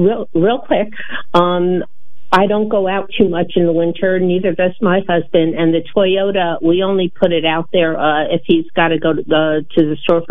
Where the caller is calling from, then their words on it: New Hampshire, United States; We get a lot of snow up here in New Hampshire